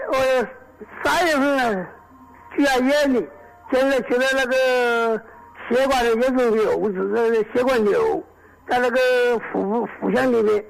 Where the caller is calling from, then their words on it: Yichang, Hubei, China; 我是宜昌的啊。